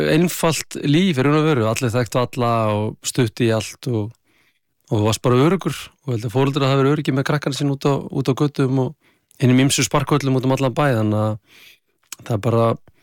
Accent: Akranes, Western Region, Iceland; Það var bara geggjað, sko. Það er lítil bær þá, hann er stækka ört núna, hvað hann var örgulega 5.000 manns þegar við vorum upp á okkar besta

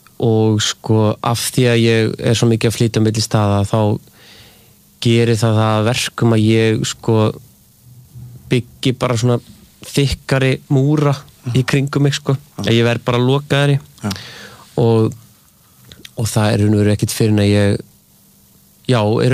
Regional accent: Grenjaðarstaðir, Northeastern Region, Iceland; also born or lived in Skálholt / Reykholt, Biskupstungur / Germany / Reykjavík; ég flutti náttúrulega bara frekar mikið sem barn og því að ég hann elst upp á Grenjaðarstaðum svo er ég í Skálholti í Reykholtsskóla í Biskupstungum og svo er ég í Þýskalandi svo er ég aftur í Reykholtsskóla í Biskupstungum svo er Reykjavík

